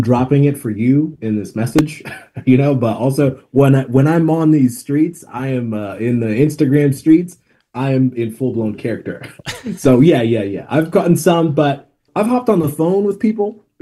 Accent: Tanzania; English is a second language; So there's an Australian version of this guy, and I'm from Tanzania, East Africa

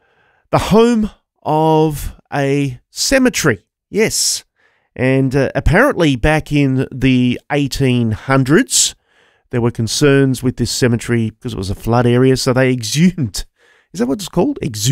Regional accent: Queensland, Australia; also born or lived in New South Wales; I was born in New South Wales, lived in Queensland most of my life, but I am a New South Welshman, so I just have to make a mention of it.

